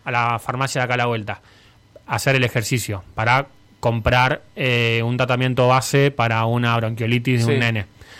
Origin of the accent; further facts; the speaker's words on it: Argentina